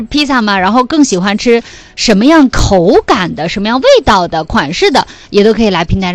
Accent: China; 我们中国人

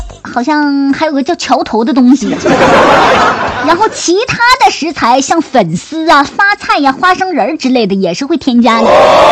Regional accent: Hainan, China; 而且咱们海南人啊，初一的时候也是一定要吃它的

